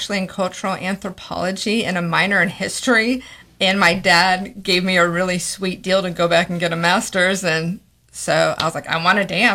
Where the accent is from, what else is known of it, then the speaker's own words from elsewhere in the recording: Dallas, Texas, United States; And I grew up in the Dallas area, and the two places, it was New York and LA, no thank you